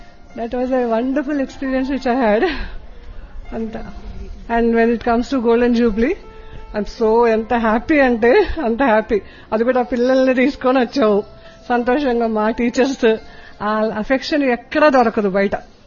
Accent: Hyderabad, Telangana, India; నేను హైదరాబాద్ నుండి వచ్చాను.

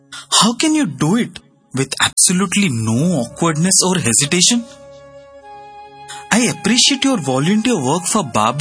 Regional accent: Sri Lanka; a businessman from Sri Lanka. And this is my first time here.

